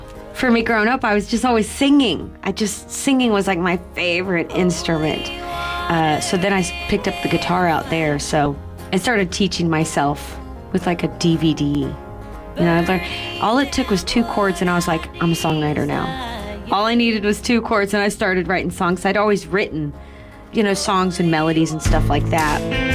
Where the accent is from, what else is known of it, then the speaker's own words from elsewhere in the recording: Wichita, Kansas, United States; moved away as an adult; I'm originally from Wichita. And I moved away, as young as I could.